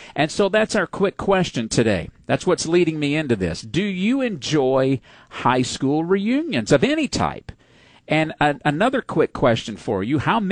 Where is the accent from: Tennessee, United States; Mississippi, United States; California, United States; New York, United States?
Mississippi, United States; Louisville; moved away; my hometown of Louisville, Mississippi.